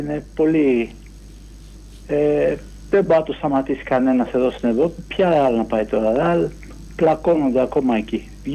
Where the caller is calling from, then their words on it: Chaidari, Attica, Greece; από το Χαϊδάρι.